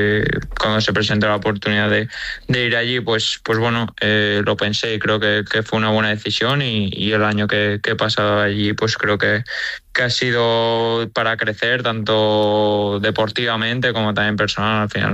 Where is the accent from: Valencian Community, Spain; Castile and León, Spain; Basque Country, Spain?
Basque Country, Spain; San Sebastián; born there; Sí, yo nací en Donosti, sí.